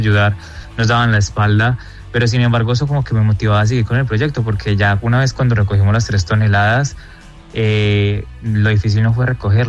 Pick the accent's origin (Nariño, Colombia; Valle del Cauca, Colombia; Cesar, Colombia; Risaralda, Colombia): Risaralda, Colombia; Pereira; porque pues yo soy de Pereira y realmente como que viví eso muy de cerca